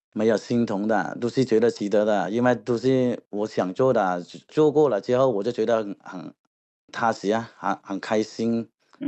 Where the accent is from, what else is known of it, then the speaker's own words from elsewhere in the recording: Guangxi, China; 我们广西那边文旅叫我们去的